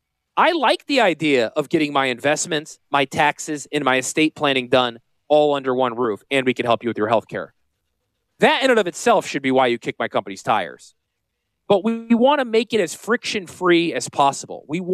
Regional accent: Connecticut, United States; now in South Carolina, United States; I'm from Connecticut. I could say this. Look, you're amongst friends, but when I moved here, I was shocked at the degree of hospitality and openness that this state accepted me with, right?

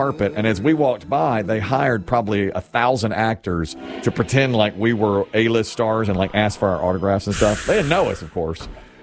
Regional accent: Cedar Rapids, Iowa, United States; I'm from Cedar Rapids.

